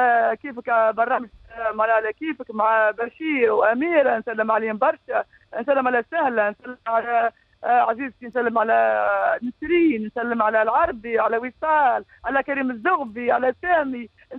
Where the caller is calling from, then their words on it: Redeyef, Gafsa Governorate, Tunisia; واهلي في رديف واقاربي وحومتي